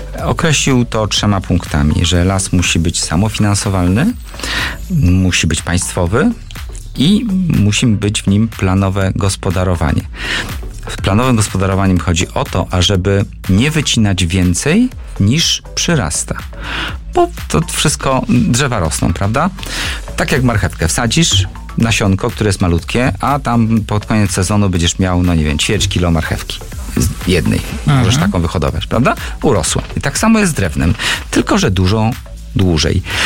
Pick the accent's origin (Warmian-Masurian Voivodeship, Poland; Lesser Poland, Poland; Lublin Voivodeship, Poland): Warmian-Masurian Voivodeship, Poland; co u nas na Mazurach jest bardzo popularne, na Warmii również. Ja sam mam piec na drewno i palę drewnem, ogrzewam cały dom drewnem.